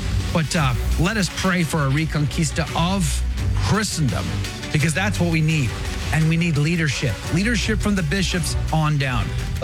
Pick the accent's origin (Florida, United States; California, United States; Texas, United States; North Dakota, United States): Texas, United States; I grew up here in Texas.